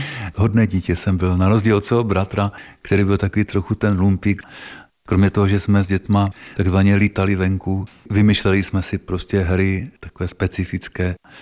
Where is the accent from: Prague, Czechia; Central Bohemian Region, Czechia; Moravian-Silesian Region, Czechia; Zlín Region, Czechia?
Moravian-Silesian Region, Czechia; Petřvald; born there; Já jsem se narodil v roce 1960 v Petřvaldě u Nového Jičína úplně obyčejným rodičům. Moji rodiče byli původně zemědělci